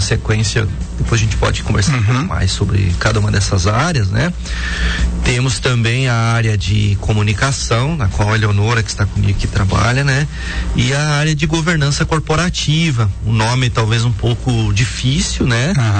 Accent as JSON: {"language": "Portuguese", "town": "Três Barras", "region": "Santa Catarina", "country": "Brazil", "tie": "born or raised there", "said": "A Lumber era uma grande serraria americana que se instalou lá em Três Barras, que é a minha terra natal."}